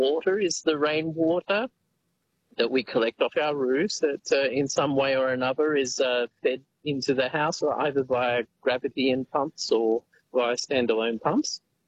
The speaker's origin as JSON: {"language": "English", "town": "Sydney", "region": "New South Wales", "country": "Australia", "tie": "born or raised there", "said": "Say I grew up in Sydney, and it was very much in the concrete jungle there."}